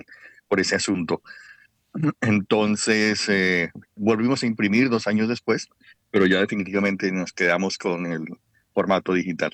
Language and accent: Spanish; Bogotá, Bogotá D.C., Colombia; moved away; Yo vine de Bogotá, Colombia, y yo trabajaba con RTBC para el Canal 1.